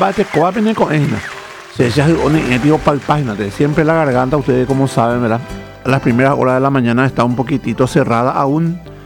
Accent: Paraguay

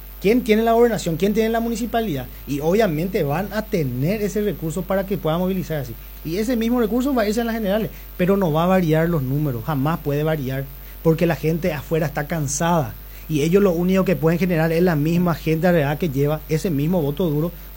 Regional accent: Coronel Oviedo, Caaguazú, Paraguay; Yo soy un producto de Coronel Oviedo

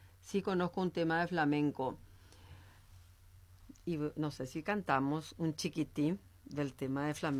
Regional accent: Asunción, Paraguay; born there; also born or lived in Argentina; now in Fernando de la Mora, Paraguay; Yo nací en Asunción, viví en Argentina y ahora vivo en Fernando de la Mora.

